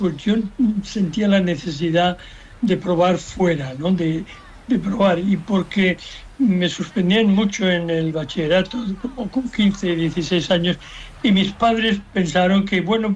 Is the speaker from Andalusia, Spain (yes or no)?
yes; Seville, Andalusia, Spain; born there; Aquí, nací en Sevilla, en fin, con 14 años me suspendieron en todas